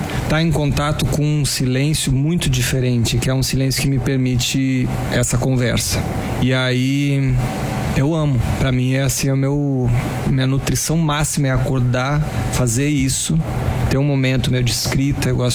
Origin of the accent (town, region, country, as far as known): Rio Grande do Sul, Brazil; born or raised there; accent: gaúcho; also born or lived in Brasília